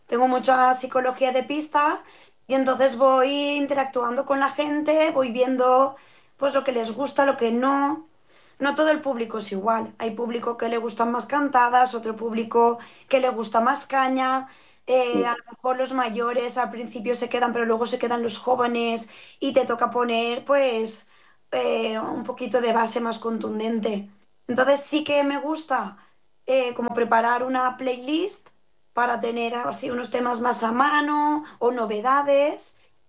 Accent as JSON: {"language": "Spanish", "town": "Xeraco", "region": "Valencian Community", "country": "Spain", "tie": "born or raised there", "said": "ha sido los que he hecho en Xeraco, porque claro, es mi pueblo, es mi gente, y la emoción que me da al poder pinchar allí con toda mi familia"}